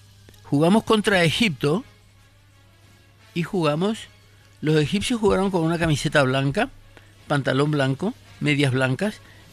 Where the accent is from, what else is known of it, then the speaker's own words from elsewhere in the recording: Paraguay; El hecho de que seamos liberales o colorados no nos convierte en enemigos a los paraguayos